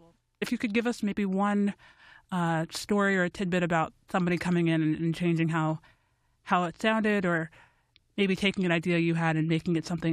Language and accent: English; Toronto, Ontario, Canada; moved away; I grew up in Toronto, I moved away.